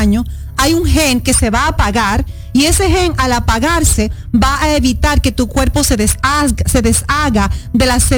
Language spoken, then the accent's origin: Spanish; Santo Domingo, Dominican Republic; born there; yo soy dominicana y haitiana. Mi abuela viene de Haití, yo nací en Santo Domingo.